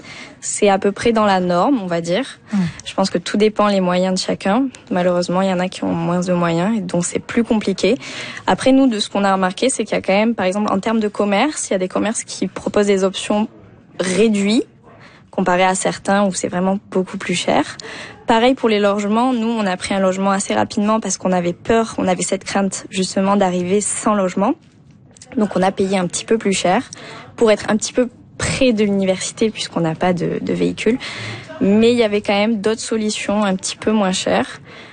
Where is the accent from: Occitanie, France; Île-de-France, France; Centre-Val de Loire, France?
Occitanie, France; Toulouse; moved away as an adult; now in Rimouski, Canada; nous, on vient de Toulouse